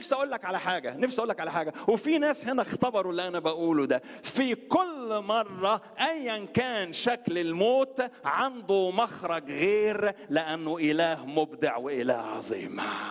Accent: Alexandria, Alexandria Governorate, Egypt; عندنا في اسكندرية في سيدي بشر

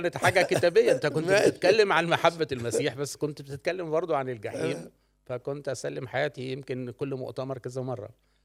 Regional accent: Sohag, Sohag Governorate, Egypt; انا من مواليد سوهاج 7/9/72. فوجئت ان انا كملت 53 سنة وماشي في 54.

